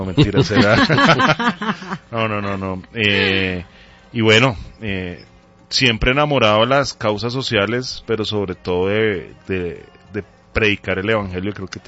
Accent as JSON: {"language": "Spanish", "region": "Bogotá", "country": "Colombia", "said": "pero yo soy bogotano 100%, sureño."}